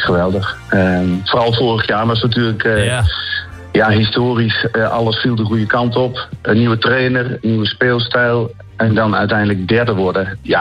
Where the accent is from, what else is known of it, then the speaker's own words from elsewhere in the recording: Beneden-Leeuwen, Gelderland, Netherlands; also born or lived in Tiel; now in Nijmegen, Netherlands; Nee, ik ben geboren in Tiel. Ik ben opgegroeid in Beneden-Leeuwen. En ik woon sinds anderhalf jaar in Nijmegen, / de Lent.